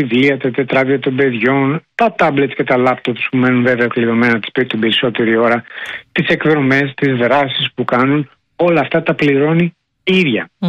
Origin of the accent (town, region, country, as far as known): Greece